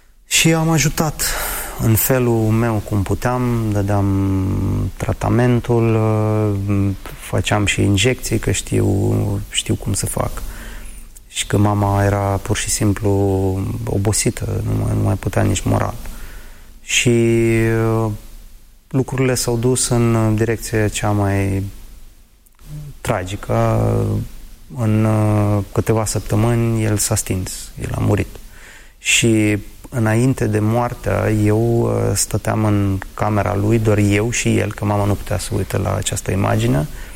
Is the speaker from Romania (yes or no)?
no; Storozhynets, Chernivtsi Oblast, Ukraine; first language Ukrainian; Romanian is a second language; moved away; Orașul meu, Storojeneț, aproape jumătate de populație a orașului sunt români etnici și am crescut în această atmosferă, dar nu știam limba română. Bunicul știa și vorbea bine, și bunica, doar că acasă se vorbea în ucraineană și nu știam, nu cunoșteam limba română.